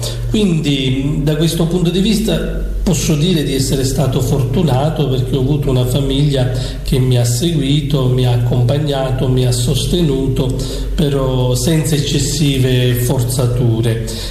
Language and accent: Italian; Sicily, Italy; perché provengo dalla diocesi di Acerriale.